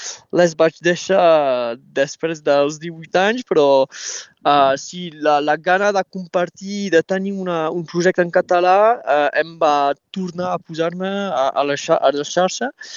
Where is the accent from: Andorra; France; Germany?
France; Prades, Occitania; also born or lived in Vernet-les-Bains; Soc fill del Conflent. Els meus pares van arribar a Catalunya Nord quan jo tenia 3 mesos i doncs vaig créixer un any a Vernet i després tota la meva vida a Prada. Doncs les escoles a Prada, els clubs esportius a Prada, al peu del Canigó